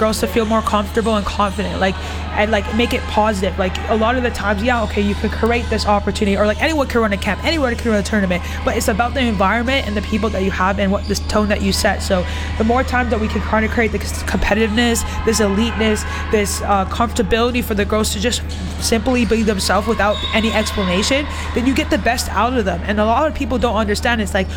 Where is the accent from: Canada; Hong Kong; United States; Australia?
Canada; moved away as an adult; now in United Kingdom; So I'm originally from Canada. My dad is actually from the UK